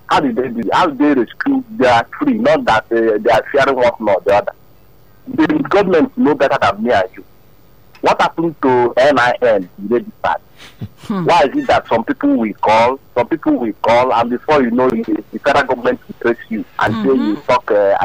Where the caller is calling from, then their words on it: Okoko, Nigeria; calling from Okoko.